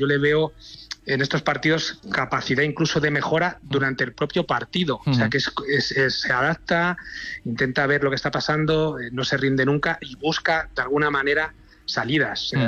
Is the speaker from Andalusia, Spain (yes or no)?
no; Leganés, Community of Madrid, Spain; da la casualidad que yo también soy de Leganés, Rafa es de Leganés